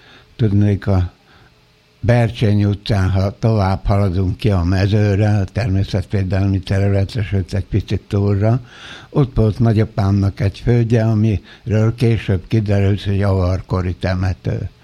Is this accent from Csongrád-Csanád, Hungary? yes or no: no; Budapest, Hungary; born there; az anyám már a eljövendő köröztapáméknál Budapesten várta a szülési időpillanatát, és így kórházba születtem a 13. kerületben.